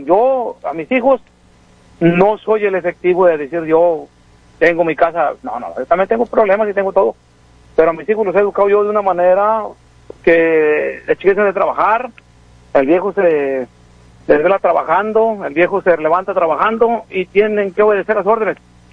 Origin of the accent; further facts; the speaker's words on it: Jalisco, Mexico; como yo vengo de gente humilde y soy un ranchero jalisciense, que mi padre siempre me educó